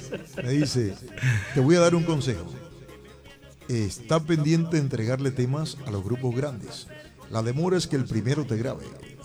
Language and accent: Spanish; Chiriguaná, Cesar, Colombia; also born or lived in Barranquilla; mi tierra, Chiriguaná Cesar